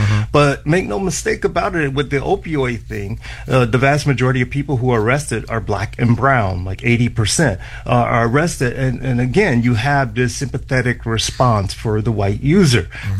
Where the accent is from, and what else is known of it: Miami, Florida, United States; born or raised there